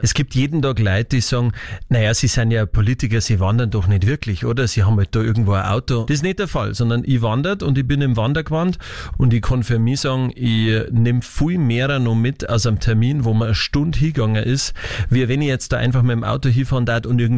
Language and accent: German; Münchberg, Bavaria, Germany; born there; Und man hört es mir ja nicht so an, aber ich bin in Oberfranken geboren, in Münchberg